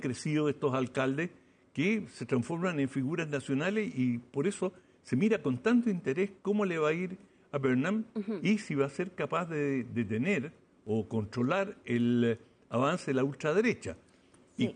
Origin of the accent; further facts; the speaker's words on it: Chile; así como los chilenos tenemos esta idea del Rey